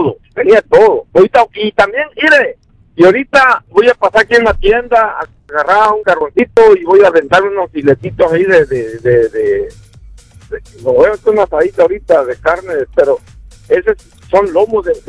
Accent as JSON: {"language": "Spanish", "town": "Villaflores", "region": "Chiapas", "country": "Mexico", "said": "Ah, yo soy de la Frailesca, viejo. Ya mero de la... De donde se da el maíz y el frijol. Yo soy de mero Villaflores, viejo."}